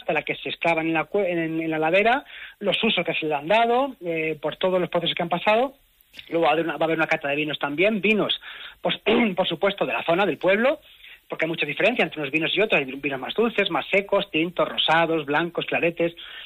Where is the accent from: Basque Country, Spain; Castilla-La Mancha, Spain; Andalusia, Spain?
Castilla-La Mancha, Spain; Gárgoles; yo pasé toda mi infancia y mi adolescencia en Gárgoles.